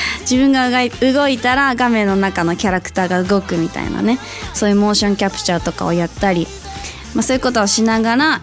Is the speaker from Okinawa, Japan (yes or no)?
no; Nagano, Japan; 地元の長野だったんですけど、